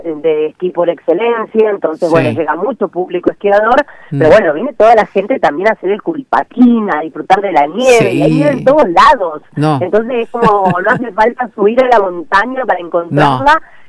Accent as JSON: {"language": "Spanish", "region": "Mendoza", "country": "Argentina", "moved": "as an adult", "lives_now": "Bariloche, Argentina", "said": "Hace 13 años que vivo en Bariloche, soy de Mendoza, también la hermosa provincia"}